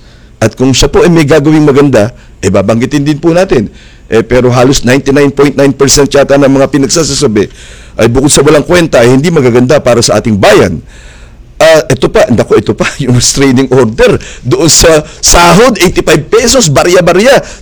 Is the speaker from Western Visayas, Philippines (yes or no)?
no; Pasig, Metro Manila, Philippines; doon sa bayan namin sa Pasig